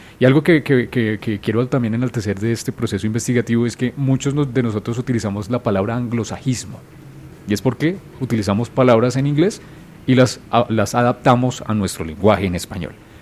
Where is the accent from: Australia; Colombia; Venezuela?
Colombia; somos colombianos y hablamos el mismo lenguaje.